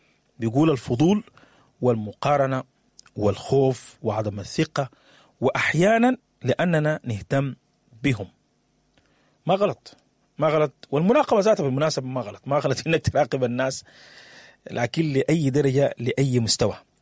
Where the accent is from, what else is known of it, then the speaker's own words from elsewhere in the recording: Sudan; بالنسبة لبلدنا السودان